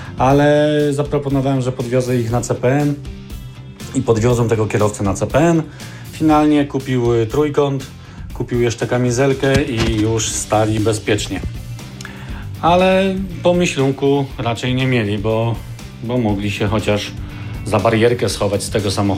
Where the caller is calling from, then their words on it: Norway; Pozdrawiam jeszcze raz … z Norwegii.